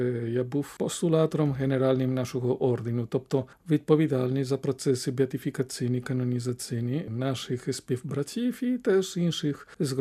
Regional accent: Spain; Ukrainian is a second language; moved away; Якби я залишився в Іспанії, звідки я родом, то я би працював як священик в таких парафіях, котрі найважчі

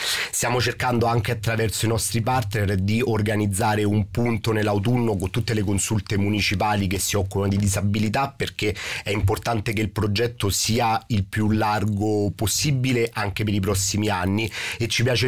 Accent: Rome, Lazio, Italy

